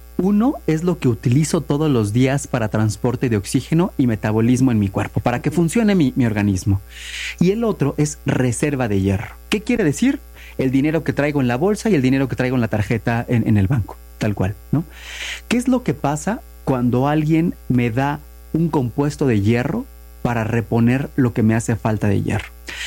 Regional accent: Mexico; Como buen mexicano, ustedes saben que eso lo vemos normal, aunque es un robo, lo vemos normal.

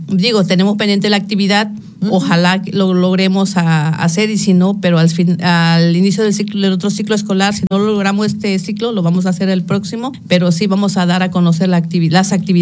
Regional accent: Zacualpan, Guerrero, Mexico; first language Amuzgo; Spanish is a second language; Soy de Zacualpan. Siento lo que es ser una mujer amusga. Con mucho orgullo lo digo y precisamente por eso lo hago, porque soy de ahí, hablo mi lengua y sé lo que valgo

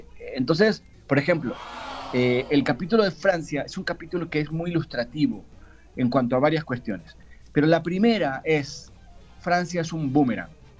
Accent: Mexico; moved away; also born or lived in Argentina / Spain; Yo soy argentino, nací en Argentina, mi padre es argentino, mi mamá es chilena, me crié en México, viví en España una década.

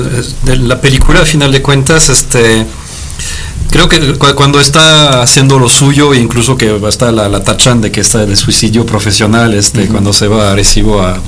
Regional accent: Vendôme, Centre-Val de Loire, France; Spanish is a second language; Se llama Vendôme, pero pues ni en Francia saben dónde está, entonces, pues muy chiquito, son 20,000 habitantes.

